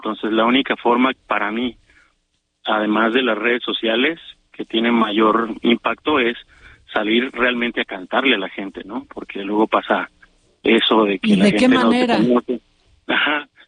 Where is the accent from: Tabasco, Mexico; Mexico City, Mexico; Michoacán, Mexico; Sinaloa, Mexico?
Sinaloa, Mexico; Mazatlán; Por ejemplo, yo que vengo de Mazatlán, pues la violencia está ahorita en estado